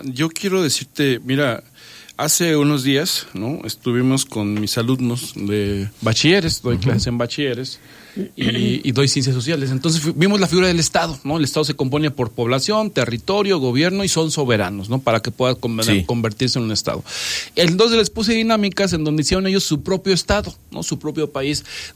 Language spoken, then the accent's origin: Spanish; Mexico